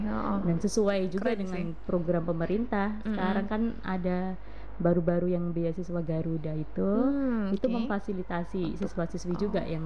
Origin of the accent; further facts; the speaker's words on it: Surakarta, Central Java, Indonesia; now in Belu, Indonesia; Saya kan dari Solo nih.